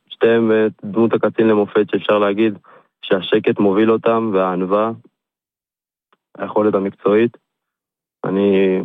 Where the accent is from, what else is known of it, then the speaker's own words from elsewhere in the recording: Gan Yavne, Central District, Israel; אני מגן יבנה.